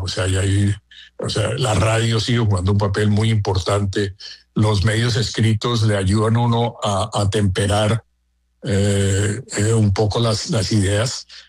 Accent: Colombia

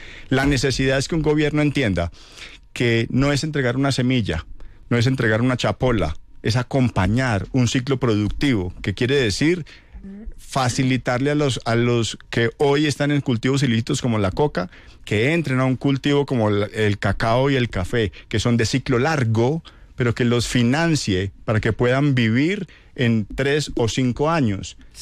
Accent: Huila, Colombia; Yo soy huilense y sabemos perfectamente los huilenses que en este momento la extorsión es la nueva roya del cafetero.

